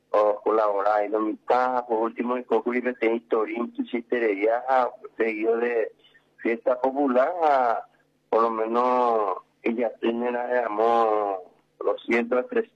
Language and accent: Spanish; Paraguay; Ah, como paraguayo siempre lo mitad lleva espera de un de su recuperación de la selección paraguaya